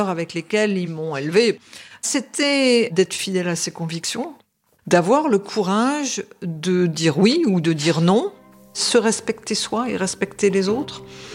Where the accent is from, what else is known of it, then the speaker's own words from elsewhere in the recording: Lille, Hauts-de-France, France; born there; also born or lived in Paris; now in South of France, France; Et j'ai quitté Paris en 2017 pour le sud de la France. Je suis née à Lille, dans le Nord, capitale des Flandres.